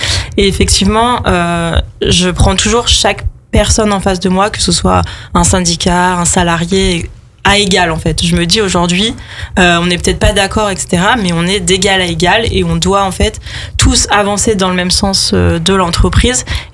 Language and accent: French; Auvergne-Rhône-Alpes, France; moved away as an adult; also born or lived in Niort; j'avais envie de découvrir un petit peu le reste de la France et pas juste l'Allier, qui est quand même un peu perdu au milieu de la France, hein, on peut le dire. J'ai un peu bougé. Donc, je suis partie complètement à l'opposé. Je suis partie dans l'ouest de la France.